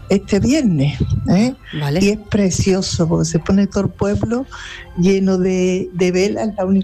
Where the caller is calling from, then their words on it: Aroche, Andalusia, Spain; Aquí en Aroche hay mucha actividad fiestera.